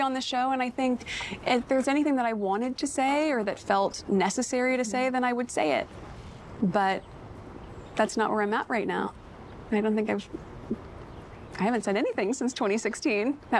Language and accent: English; Los Angeles, California, United States; moved away as an adult; That's what I know my hometown to be.